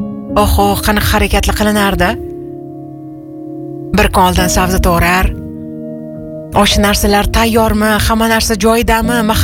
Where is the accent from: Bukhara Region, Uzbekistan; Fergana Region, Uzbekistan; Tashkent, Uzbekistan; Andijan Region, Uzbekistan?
Tashkent, Uzbekistan